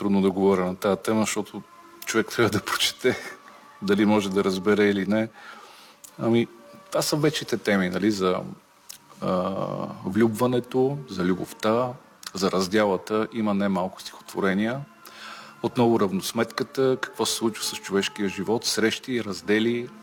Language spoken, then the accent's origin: Bulgarian; Kyustendil Province, Bulgaria; моето родно село и родния ми край, около Рилския манастир и Рилското корито